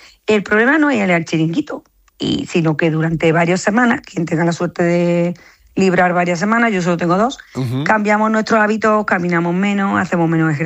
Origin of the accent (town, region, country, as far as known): Montemayor, Andalusia, Spain